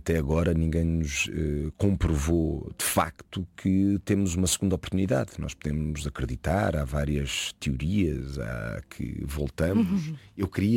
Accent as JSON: {"language": "Portuguese", "country": "Portugal", "tie": "born or raised there", "moved": "as an adult", "lives_now": "Brazil", "said": "e falo de Portugal com o maior dos orgulhos, o país onde eu nasci, é o meu país. Eu falo sempre do Brasil e de Portugal com o maior carinho possível. São os países onde eu passei a maior parte da minha vida, um onde eu nasci"}